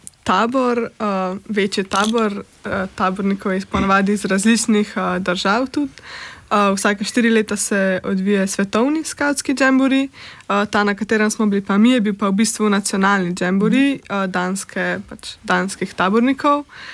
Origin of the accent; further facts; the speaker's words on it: Ljubljana, Slovenia; stara sem 17 let, prihajam iz Ljubljane